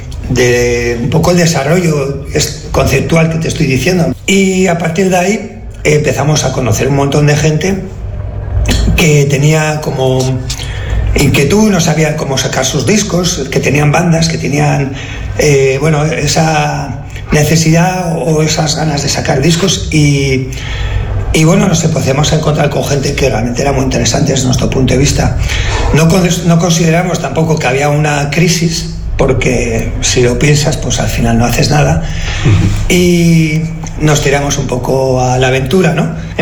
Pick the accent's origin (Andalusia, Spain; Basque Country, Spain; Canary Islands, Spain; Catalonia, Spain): Basque Country, Spain; Getxo; yo soy de aquí, de Romo